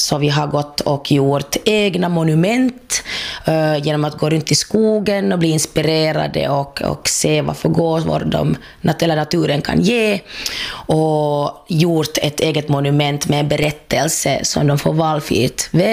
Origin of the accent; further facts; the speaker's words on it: Helsinki, Uusimaa, Finland; alltså jag är ju från Helsingfors, och då när jag var yngre så fanns det liksom inga referenser